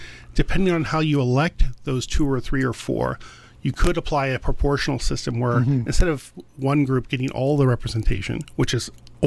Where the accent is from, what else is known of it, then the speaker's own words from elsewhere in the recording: Delta, British Columbia, Canada; If renters are evenly split across the municipality, like my hometown of Delta, you have like basement suites and stuff like